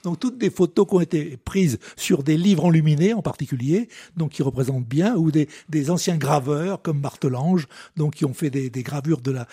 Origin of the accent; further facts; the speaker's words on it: Roanne, Auvergne-Rhône-Alpes, France; born there; also born or lived in Martinique; now in Bourges, France; Je suis né à Roanne, j'ai vécu 4 ans outre-mer, en Martinique, et je suis arrivé par hasard à Bourges, et comme je le dis souvent, j'ai fait de Bourges ma ville natale.